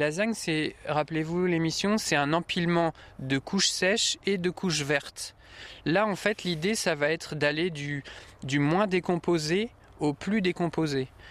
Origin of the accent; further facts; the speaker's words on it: La Rochelle, Nouvelle-Aquitaine, France; born there; Alors, moi, je suis né à La Rochelle.